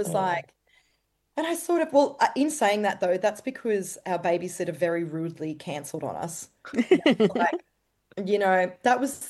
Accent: Brisbane, Queensland, Australia; We come from Brisbane

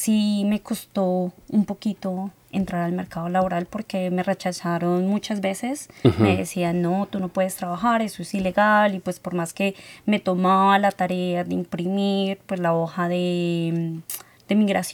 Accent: Colombia; moved away as an adult; now in Australia; ¿tú de dónde eres? Y yo, Colombia.

